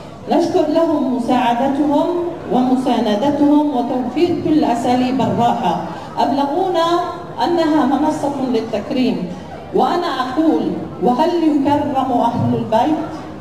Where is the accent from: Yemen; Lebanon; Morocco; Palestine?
Palestine; إحنا أبناء فلسطين التاريخية، نحيا بترابها ونموت على ترابه